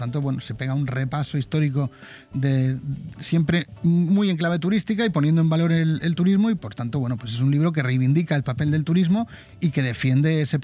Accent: Benidorm, Valencian Community, Spain; pues soy de Benidorm y soy el mayor de la cuarta generación de una familia de empresarios turísticos.

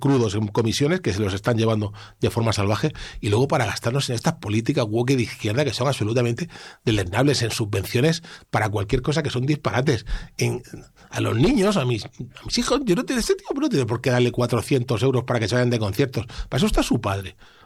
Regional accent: Region of Murcia, Spain; hay tantísimas cosas que se pueden hacer en mi tierra

